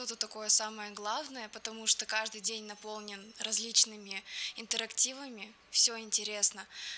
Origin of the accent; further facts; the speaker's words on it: Glazov, Udmurt Republic, Russia; Я из города Глазово, это Удмуртская республика.